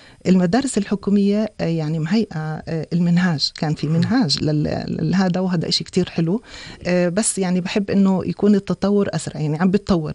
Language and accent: Arabic; Jordan; بس هلأ صار عندنا في الأردن